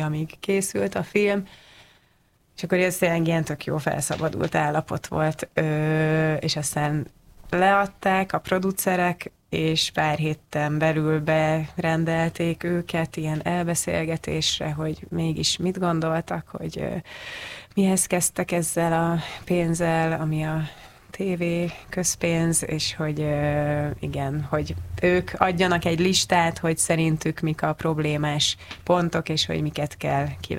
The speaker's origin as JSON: {"language": "Hungarian", "country": "Hungary", "said": "hogy így honnan jössz, Magyarországról jössz, akkor mindig meg kell beszélni, hogy miért úgy"}